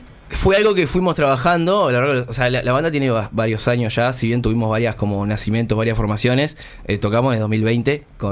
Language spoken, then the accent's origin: Spanish; Progreso, Canelones, Uruguay; montevideana, nosotros somos de Progreso igual.